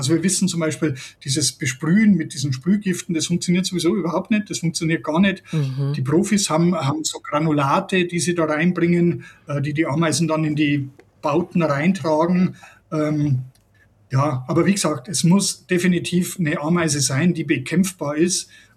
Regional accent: Regensburg, Bavaria, Germany; ich bin auch aus Regensburg, da kenne ich die Situation.

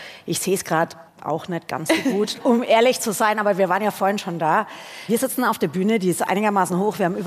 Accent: Bavaria, Germany; Ich freue mich besonders, dass wir heute wieder in Franken sind, weil ich bin nicht nur Franken-Fan, sondern auch Fränkin.

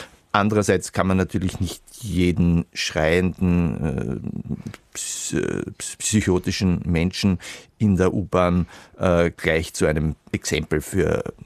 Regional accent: Vienna, Austria; ich bin ja Wiener

